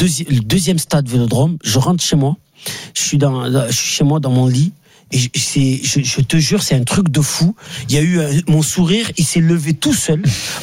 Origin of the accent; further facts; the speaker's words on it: Marseille, Provence-Alpes-Côte d'Azur, France; Moi, je suis un Marseillais. Je vais pas faire du marketing.